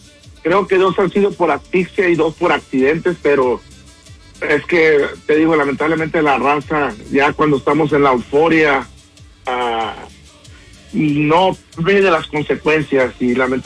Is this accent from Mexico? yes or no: yes; Mexico; así somos como mexicanos